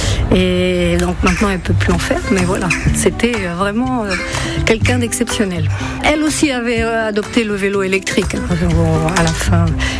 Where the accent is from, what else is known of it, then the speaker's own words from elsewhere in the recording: Brittany, France; Alors moi je ne suis pas originaire d'ici, je suis originaire du Finistère Nord